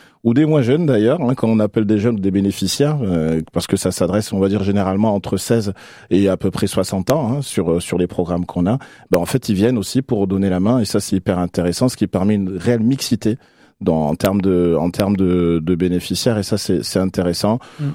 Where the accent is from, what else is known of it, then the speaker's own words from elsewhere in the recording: Bègles, Nouvelle-Aquitaine, France; Elsa et Mohamed, qui sont deux Béglés comme moi. On est surtout des Béglés, donc on voulait surtout mettre en avant, on va dire, notre amour de cette commune et du territoire bordelais.